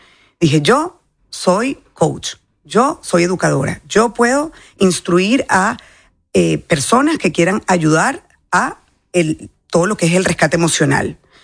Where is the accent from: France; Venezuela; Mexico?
Venezuela